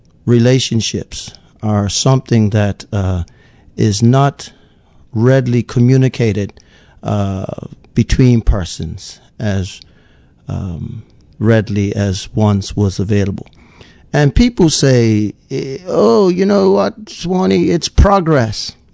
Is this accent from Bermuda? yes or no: yes; Bermuda; You took very practical, necessary personal hygiene cleansing baths growing up in Bermuda.